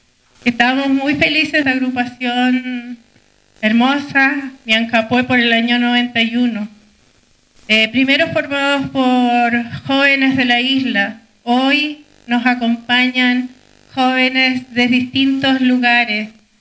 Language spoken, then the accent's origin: Spanish; Los Lagos, Chile; yo soy de Kewi.